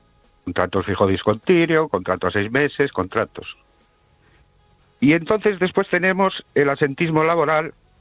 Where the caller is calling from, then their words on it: Ourense, Galicia, Spain; de Orense.